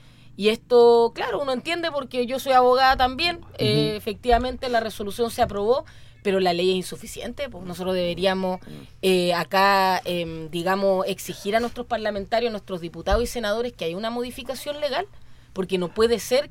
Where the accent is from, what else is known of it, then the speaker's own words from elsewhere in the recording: Valdivia, Los Ríos, Chile; born there; Yo nací en Valdivia también, en la misma cuenca de este río San Pedro, el que llega a Valdivia y recorre la región hasta que llega al mar, ¿cierto?, en la costa.